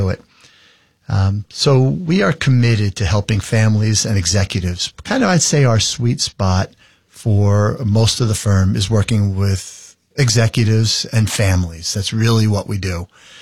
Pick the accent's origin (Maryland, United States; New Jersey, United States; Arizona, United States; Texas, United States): New Jersey, United States; Edison; also born or lived in New Brunswick, New Jersey; I was born in New Jersey, in Edison, New Jersey, named after Thomas Alva Edison, the inventor of the light bulb, so some people think. I lived there for all of my years up to college